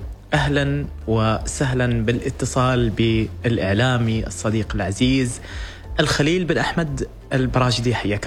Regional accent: Oman; إحنا كعمانيين

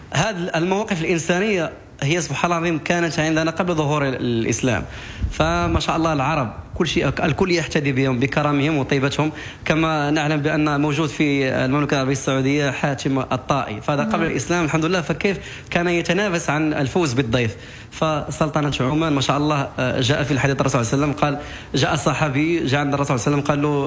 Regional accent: Morocco; وخاصة يعرفونك أنك من دولة المغرب

